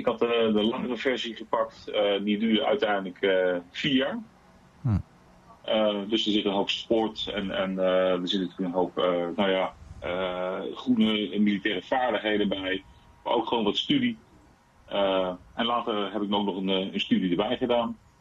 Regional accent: Rhenen, Utrecht, Netherlands; also born or lived in Gorinchem; in 1980, dus dat betekent dat ik nu 45 jaar ben. 46 wordt dit jaar. Ik ben uiteindelijk geboren in Gorinchem, maar eigenlijk opgegroeid getogen in Rhenen. Niet Rhenen, maar Rhenen bij Wageningen.

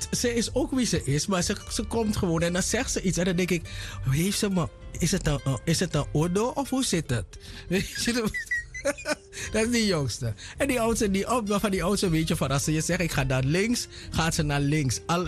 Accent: Paramaribo, Suriname; also born or lived in Nickerie, Suriname; de eerste 2 jaren. Dus in de Zwallenbergstraat. Daaraan tegenover Oranjetuin. En daarna ben ik verhuisd naar de Massipalaan. Vervolgens naar de Parastraat. En dan naar de Josephinestraat.

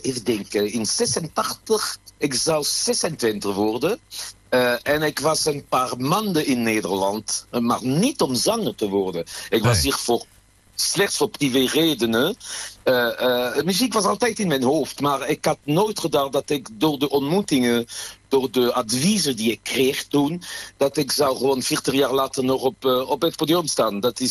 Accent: France; Dutch is a second language; moved away as an adult; now in Netherlands; ik denk als Fransman, dat is absurd.

